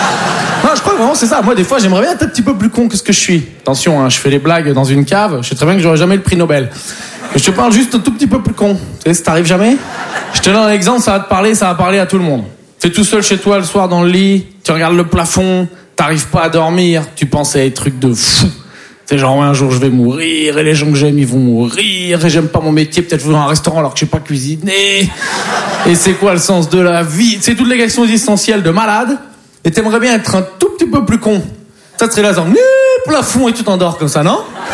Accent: Poitiers, Nouvelle-Aquitaine, France; Mais bon, en plus, je viens de Poitiers, donc faut s'occuper.

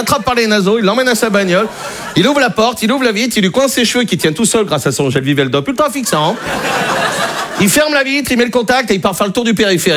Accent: Brittany, France

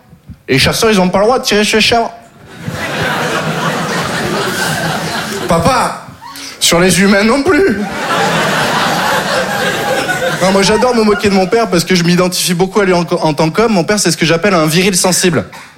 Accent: Occitanie, France; Je viens du Sud, j'ai grandi dans le Gard. Le Gard, vous connaissez? Disneyland pour les chasseurs.

